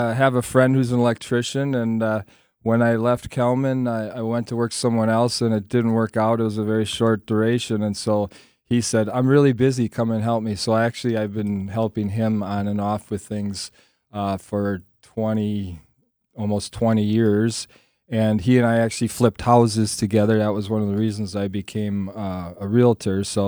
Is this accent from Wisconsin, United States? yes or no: yes; Milwaukee, Wisconsin, United States; I was born in Milwaukee, raised in Milwaukee. Technically, I think I live within 6 miles of where I first was ever born. Never farther away than six miles from where I was born. On the north side of Milwaukee.